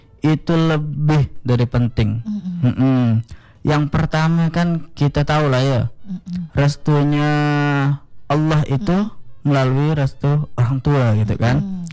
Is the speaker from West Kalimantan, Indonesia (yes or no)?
yes; West Kalimantan, Indonesia; moved away as an adult; now in Pontianak, Indonesia; Setiap saya mau berangkat dari Sungai Jaga, dari kampung saya tuh ke Pontianak